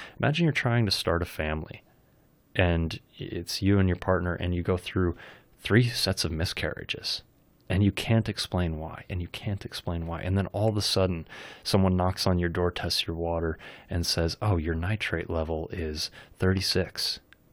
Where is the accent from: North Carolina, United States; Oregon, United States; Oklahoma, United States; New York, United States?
Oregon, United States; Union; I grew up in Union